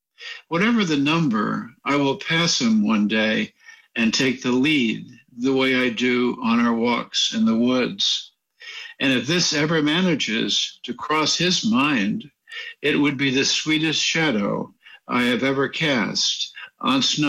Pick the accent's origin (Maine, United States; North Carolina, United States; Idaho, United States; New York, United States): New York, United States; Jackson Heights; also born or lived in Westchester; We grew up in Jackson Heights, New York and in an apartment, so we didn't have a dog.